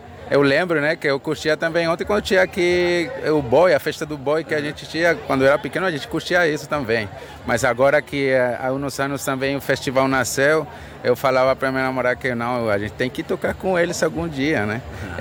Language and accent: Portuguese; Leticia, Amazonas, Colombia; now in Manizales, Colombia; Eu sou colombiano, eu sou da Letícia, mas eu moro faz mais ou menos uns 13 anos fora da Letícia